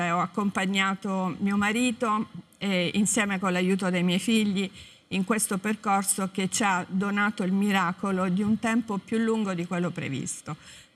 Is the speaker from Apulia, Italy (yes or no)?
yes; Taranto, Apulia, Italy; io sono di Taranto